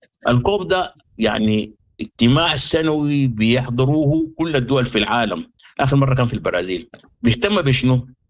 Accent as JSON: {"language": "Arabic", "country": "Sudan", "said": "فنحن دورنا كبير كسودانيين"}